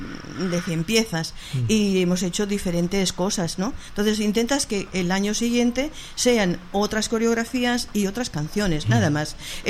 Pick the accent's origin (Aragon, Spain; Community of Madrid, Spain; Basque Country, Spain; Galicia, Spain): Aragon, Spain; Yo soy maña, ¿no? Entonces, ¿sí? En mi familia, mis hermanos cantaban jotas. Entonces, a mí me viene más la vena aragonesa si empiezo a cantar.